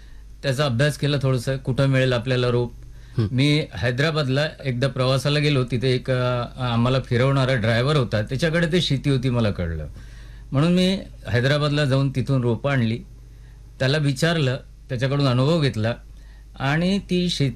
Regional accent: Maharashtra, India; माझं गाव रामटेक तालुक्यामध्ये एक छोटंसं मौदी नावाचं आहे. तोतलाडो पेच प्रकल्प अंतर्गत हे गाव समाविष्ट आहे. या गावात माझा जन्म झाला

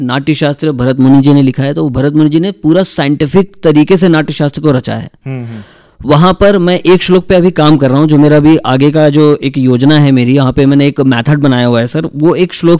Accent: Varanasi, Uttar Pradesh, India; मैं कहता हूँ कि मैं वाराणसी से आता हूँ या बनारस से मैंने शिक्षा ली

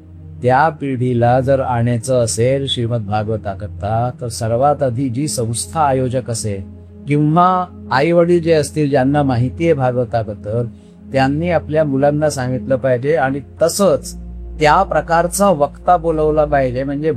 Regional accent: Varanasi, Uttar Pradesh, India; now in Lucknow, India; मी मूळचा काशीचा राहणारा, पण 1996 मध्ये मी लखनौला आलो

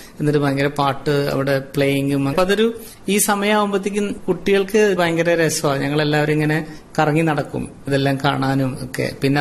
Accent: Thrissur, Kerala, India; moved away as an adult; also born or lived in Dubai; ഞാൻ തൃശ്ശൂര് നെല്ലിക്കുന്നതിനടുത്ത് കാച്ചേരി എന്ന് പറഞ്ഞൊരു സ്ഥലത്താണ്.

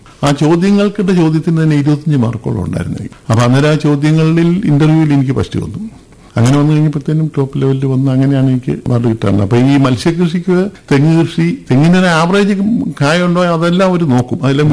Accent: Kerala, India

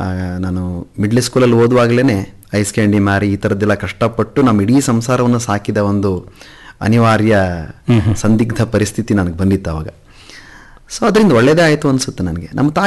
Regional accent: Kalasa, Karnataka, India; ನಾನು ಹುಟ್ಟಿ ಬೆಳೆದಿದ್ದು ಕಳಸದಲ್ಲಿ, ಚಿಕ್ಕಮಗಳೂರು ಜಿಲ್ಲೆ, ಮಲೆನಾಡಿನ ಒಂದು ಶಾಂತ ಸುಂದರ ಹಳ್ಳಿ, ಚಿಕ್ಕ ಹಳ್ಳಿ ಅದು.

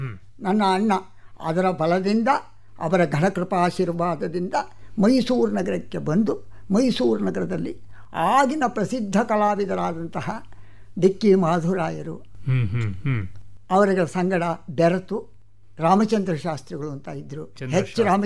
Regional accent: Kanagal, Karnataka, India; born there; ದೊಡ್ಡದು ನಾಡೆ ಹೆಂಚಿನ ಮನೆ ಕಣಗಾಲ್ನಲ್ಲಿ. ಆ ನಾಡೆ ಹೆಂಚಿನ ಮನೆಯಲ್ಲಿ ನಾವೆಲ್ಲ ಹುಟ್ಟಿದವರು.

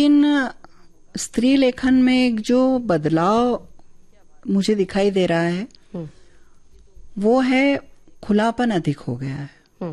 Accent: Madhya Pradesh, India; first language Malvi; तो चूंकि मैं मालवा से हूँ, तो मैंने एक पुस्तक मेरी मालवी बोली में मैंने निकाली है

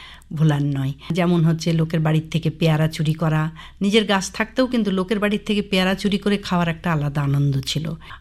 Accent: Kharagpur, West Bengal, India; born there; আমার জন্ম মেদিনীপুর জেলার খড়গপুর শহরে, বাবা রেলওয়ে চাকরি করতেন, রেল কোয়ার্টারেই আমার জন্ম।

